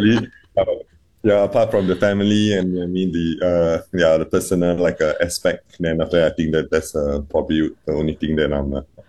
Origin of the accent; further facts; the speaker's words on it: Henderson, Singapore; because we, our old place where I grew up itself was in Henderson. So we are kind of in between three different markets.